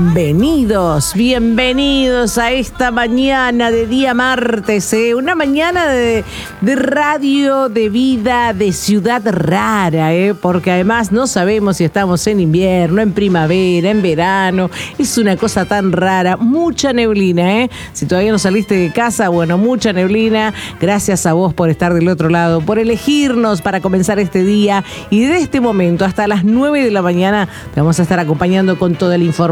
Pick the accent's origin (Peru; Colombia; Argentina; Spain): Argentina